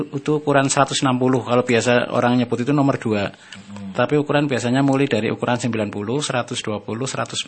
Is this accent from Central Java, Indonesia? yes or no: yes; Wirasana, Central Java, Indonesia; saya dari Celeleng Wirasana.